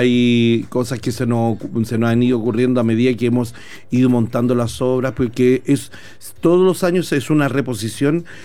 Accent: Punta Arenas, Magallanes, Chile; accent: accent of Magallanes; moved away; Yo, por ejemplo, soy de Punta Arenas.

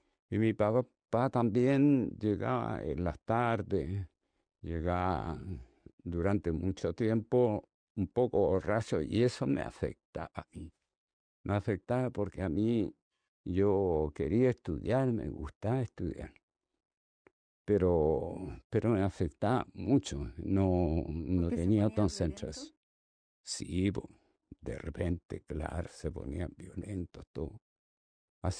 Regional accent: Lontué, Maule, Chile; born there; moved away as an adult; now in Santiago, Chile

